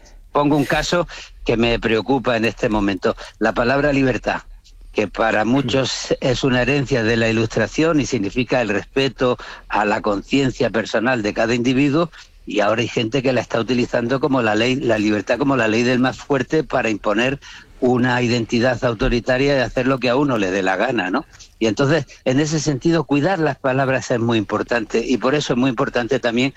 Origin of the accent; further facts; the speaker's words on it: Granada, Andalusia, Spain; Por ejemplo, yo como andaluz y de Granada